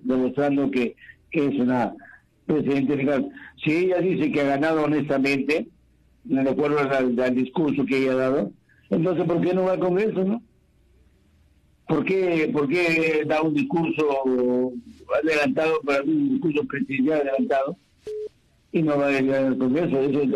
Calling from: Trujillo, La Libertad, Peru; Desde Trujillo

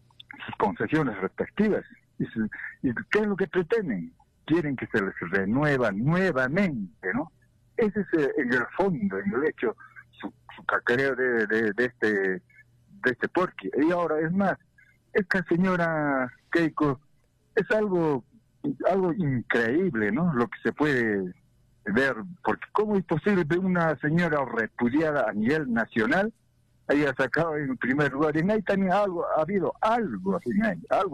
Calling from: Juliaca, Puno, Peru; De acá de Juliaca.

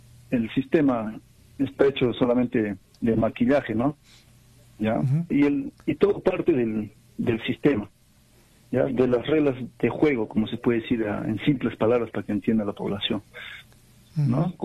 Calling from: Juliaca, Puno, Peru; de Juliaca.

